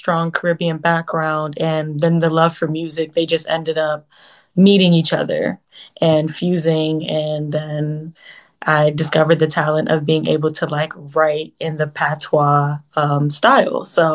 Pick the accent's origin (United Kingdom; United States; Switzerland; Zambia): United States; born there; So I am an American born, first generation though, dancehall artist. Both my parents were born in Jamaica.